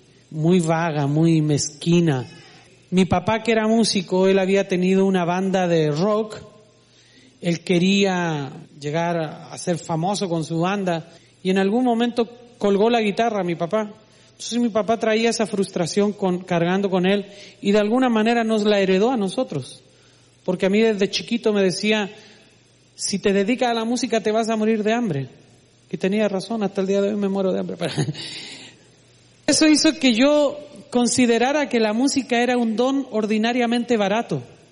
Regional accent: Chile

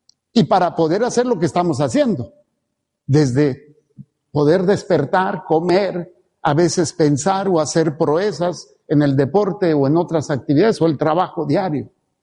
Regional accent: Mexico City, Mexico; moved away; also born or lived in Ensenada; éramos chilangos

